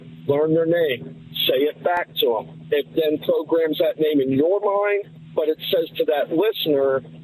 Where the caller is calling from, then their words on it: Dayton, Ohio, United States; we have the same father, live in the same region of Ohio, the Dayton area.